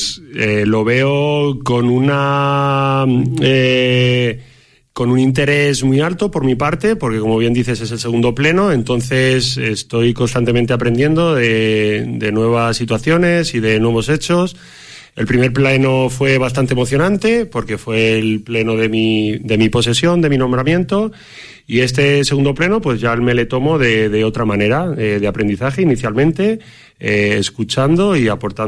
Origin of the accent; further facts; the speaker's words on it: Medina del Campo, Castile and León, Spain; Yo soy de Medina, de toda la vida